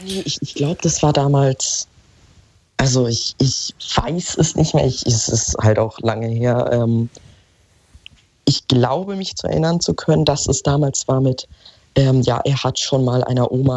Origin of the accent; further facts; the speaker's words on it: Germany; als Deutscher